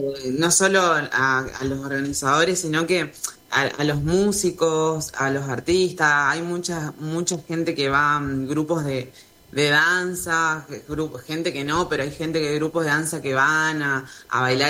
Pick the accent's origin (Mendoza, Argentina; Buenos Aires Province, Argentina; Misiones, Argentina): Misiones, Argentina; Puerto Rico; moved away as an adult; also born or lived in Córdoba; now in Buenos Aires, Argentina; soy de Misiones, de Puerto Rico, Misiones. Actualmente vivo en Flores, en Buenos Aires, en Flores.